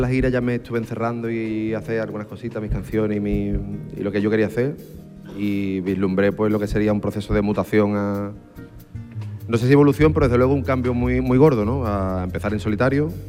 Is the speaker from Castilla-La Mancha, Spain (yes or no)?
no; Isla Cristina, Andalusia, Spain; also born or lived in Mérida; Es que yo me he criado en Huelva, en Isla Cristina.